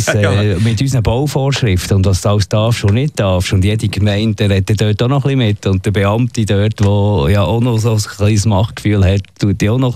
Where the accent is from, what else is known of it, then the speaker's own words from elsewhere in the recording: Switzerland; als Schweizer